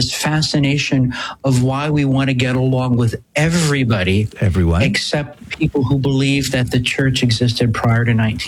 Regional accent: Newark, New Jersey, United States; born there; Newark, New Jersey, the land of my birth.

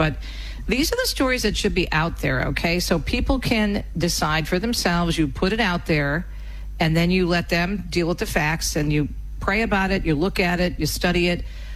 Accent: Michigan, United States; In my home state of Michigan, and God willing, we're returning there after the show on Monday.

